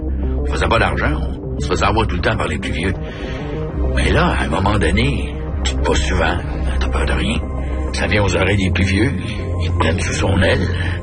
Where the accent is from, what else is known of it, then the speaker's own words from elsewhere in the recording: Quebec City, Quebec, Canada; J'ai été élevé à Saint-Roch, jusqu'à Limoilou.